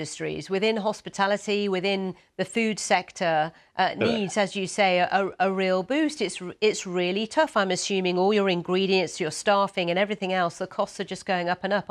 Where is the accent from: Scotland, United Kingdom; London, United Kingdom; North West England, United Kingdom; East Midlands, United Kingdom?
East Midlands, United Kingdom; Leicester; I'm from Leicester.